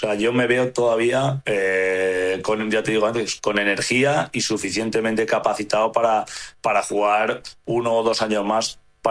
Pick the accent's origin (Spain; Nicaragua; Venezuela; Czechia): Spain; Creo que me considero parte de ello, o sea, como español que me siento